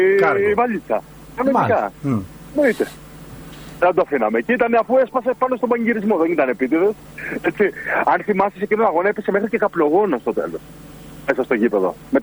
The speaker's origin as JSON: {"language": "Greek", "town": "Aberdeen", "region": "Scotland", "country": "United Kingdom", "said": "έχουμε έρθει από τα Αμπερντίν, είμαστε από τη Σκωτία"}